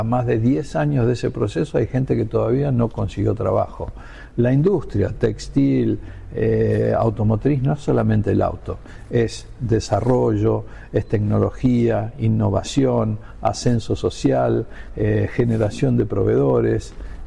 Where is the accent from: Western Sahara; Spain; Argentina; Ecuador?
Argentina; yo soy totalmente optimista de la Argentina y de los argentinos